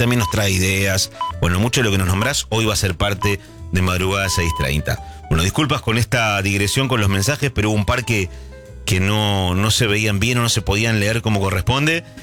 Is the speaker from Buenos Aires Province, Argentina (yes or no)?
yes; Ramos Mejía, Buenos Aires Province, Argentina